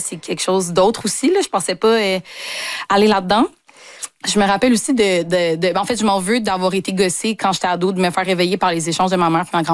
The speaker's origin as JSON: {"language": "French", "region": "Quebec", "country": "Canada", "tie": "born there", "said": "Moi, je suis née ici, au Québec."}